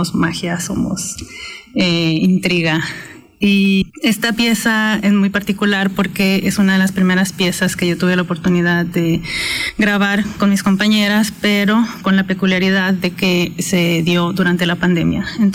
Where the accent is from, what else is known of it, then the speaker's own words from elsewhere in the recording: Ensenada, Baja California, Mexico; moved away as an adult; now in Hermosillo, Mexico; Soy originaria de Ensenada, Baja California, pero tengo ya 10 años radicando en la ciudad de Hermosillo